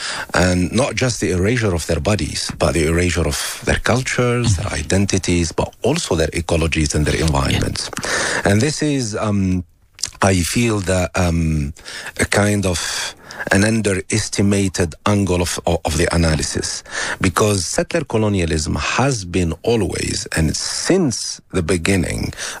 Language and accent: English; Algeria; including my home country, Algeria, where a tree called eucalyptus, I've grown up in Algeria thinking that it was a native tree, but it's not.